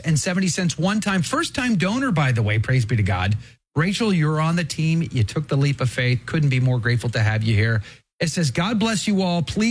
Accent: Texas, United States; I had to read the news, the traffic, the weather, the sports, and I was from Texas.

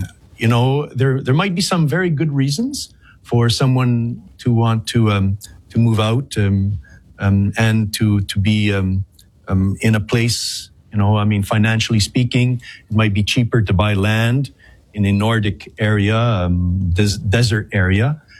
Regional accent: Chicoutimi, Quebec, Canada; I'm French Canadian. I'm actually from a place called Saguenay, Lake St. John, a city called Chicoutimi, north of Quebec City.

